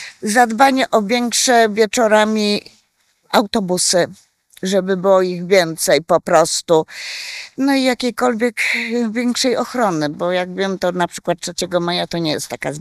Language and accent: Polish; Włocławek, Kuyavian-Pomeranian Voivodeship, Poland; We Włocławku chyba mam wszystko, co potrzebuję. Właśnie, to jest moje rodzinne miasto